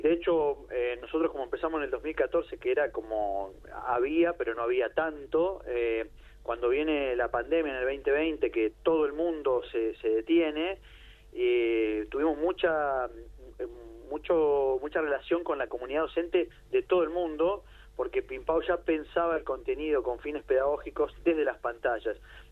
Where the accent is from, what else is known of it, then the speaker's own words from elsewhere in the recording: Santa Fe, Argentina; now in Buenos Aires, Argentina; Yo soy del interior de Santa Fe, así que he escuchado, tengo muy presente Cadena 3, ¿no? Como ahí en la zona, ¿no? Mis viejos, ahí se escucha.